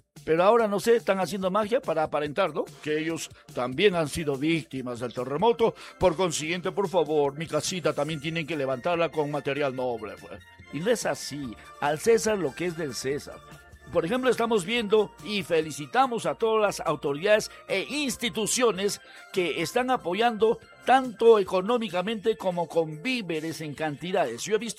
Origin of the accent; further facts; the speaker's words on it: San Agustín de Cajas district, Junín, Peru; vamos a enviar un saludo especial en nuestra Tierra Santa, en el distrito de San Agustín de Cajas.